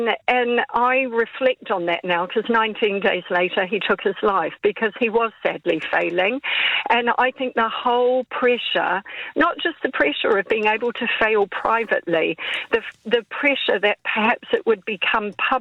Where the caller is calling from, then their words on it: New Zealand; I'm from down under, I'm from New Zealand